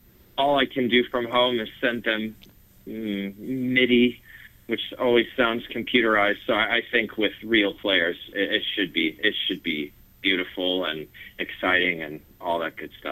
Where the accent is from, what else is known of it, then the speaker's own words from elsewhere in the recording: Saginaw, Michigan, United States; You know, I'm from Saginaw, and I'm really happy to be still involved with the music community of Saginaw